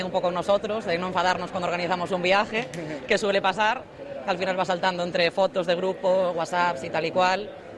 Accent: Pontevedra, Galicia, Spain; De aquí, de Pontevedra.

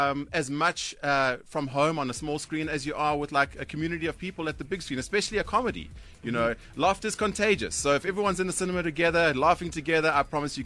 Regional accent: Johannesburg, Gauteng, South Africa; I'm just from Joburg. I love Joburg.

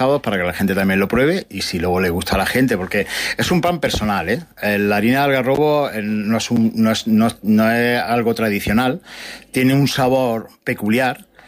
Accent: Villena, Valencian Community, Spain; pero luego que somos de Villena, y aparte con mucho orgullo de llevar el pueblo el nombre de Villena a todos los sitios donde vamos

